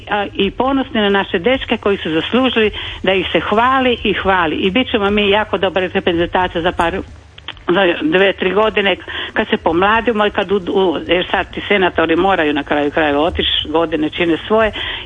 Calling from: Rijeka, Primorje-Gorski Kotar County, Croatia; Ja sam iz Rijeke

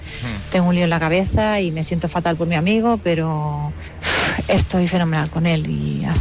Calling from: Madrid, Community of Madrid, Spain; soy de Madrid.

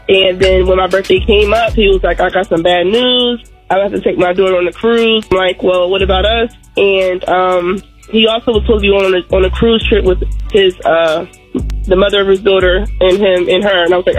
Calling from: New Jersey, United States; I'm calling from Jersey.

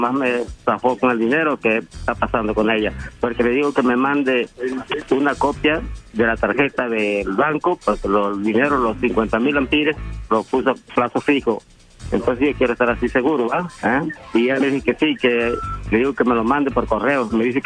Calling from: Guerrero, Mexico; No, yo soy de Guerrero, México.

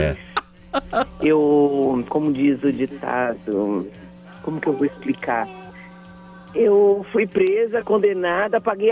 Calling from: Lençóis Paulista, São Paulo, Brazil; Eu falo de Lausanne Paulista, São Paulo.

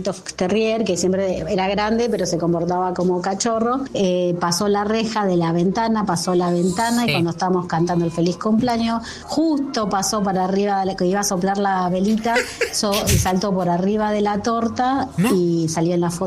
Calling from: Burzaco, Buenos Aires Province, Argentina; de Bursaco.

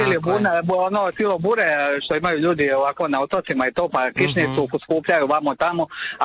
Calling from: Šibenik, Šibenik-Knin County, Croatia; kako prije bilo i kod nas u Šibeniku

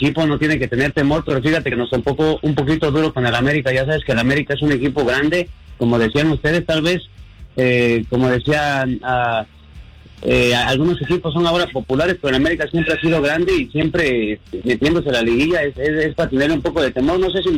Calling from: Nezahualcóyotl, State of Mexico, Mexico; Yo soy de allá, de Nezahualcóyotl, ya sabes, de ahí, del barrio

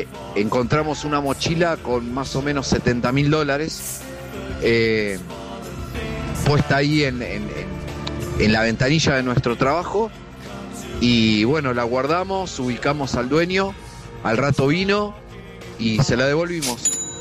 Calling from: Haedo, Buenos Aires Province, Argentina

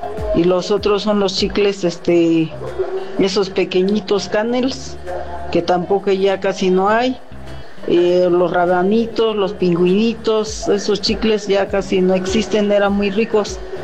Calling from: Mexico; de Acahualpo

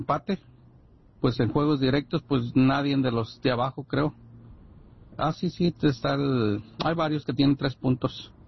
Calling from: Mexico; Aunque como hispanos o mexicanos

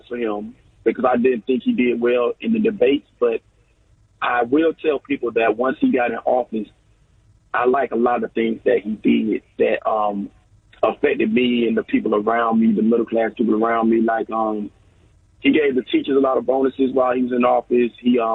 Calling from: Georgia, United States; I'm from Georgia.

